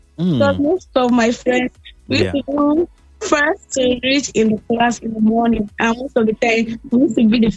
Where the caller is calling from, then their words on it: Abuja, Federal Capital Territory, Nigeria; calling from Idu.